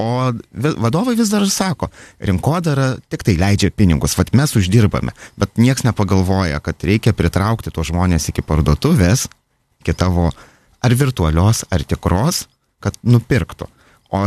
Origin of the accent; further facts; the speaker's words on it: Vilnius, Vilnius County, Lithuania; moved away as an adult; now in Portugal; aš esu vilnietis